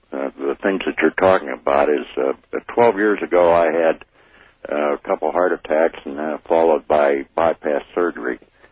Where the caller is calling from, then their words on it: Greenville, South Carolina, United States; I'm a truck driver in Greenville, South Carolina.